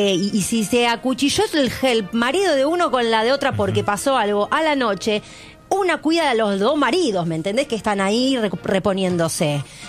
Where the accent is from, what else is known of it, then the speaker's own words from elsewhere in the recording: Argentina; nosotros como argentinos